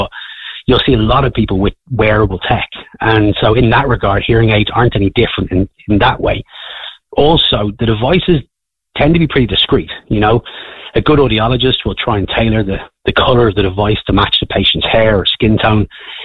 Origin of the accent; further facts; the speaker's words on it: Wicklow, Leinster, Ireland; I'm from Wicklow originally.